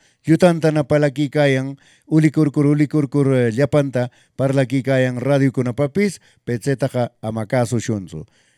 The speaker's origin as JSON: {"language": "Spanish", "region": "Ancash", "country": "Peru", "said": "De Paquisca, en mi tierra, pues no, Paquisca, del centro poblado de Coyur."}